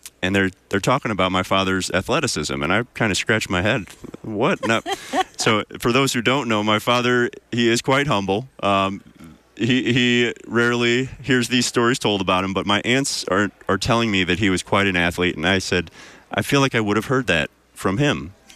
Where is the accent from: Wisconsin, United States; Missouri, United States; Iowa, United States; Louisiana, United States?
Missouri, United States; St. Louis; So my father and I grew up in St. Louis, Missouri.